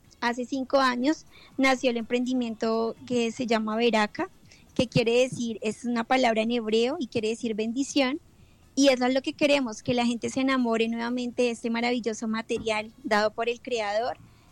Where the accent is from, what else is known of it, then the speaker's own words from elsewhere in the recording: Bogotá, Colombia; moved away as an adult; now in Cumaral, Colombia; en el Meta, en Cumaral Meta, y nosotros venimos viviendo aquí hace 5 años. Nosotros en realidad somos de Bogotá y llegamos a esta maravillosa región